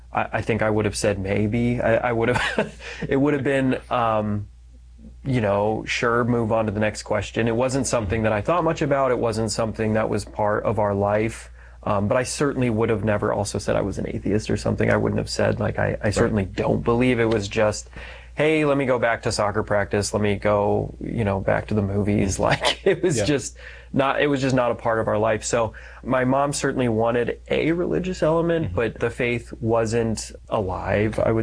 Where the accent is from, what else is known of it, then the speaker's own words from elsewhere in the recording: Denver, Colorado, United States; So I was brought up in just outside of Denver, played a lot of sports.